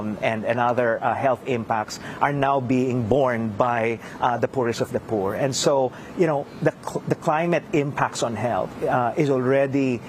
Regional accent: Philippines; as we speak in the Philippines, my home country, large swaths of Metro Manila are currently underwater

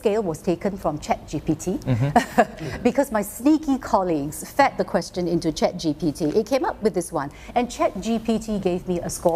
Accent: Singapore; I'm very Singaporean.

